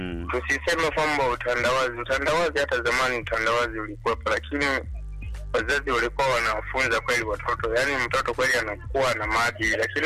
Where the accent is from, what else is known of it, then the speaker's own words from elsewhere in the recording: Tanzania; sisi ni Watanzania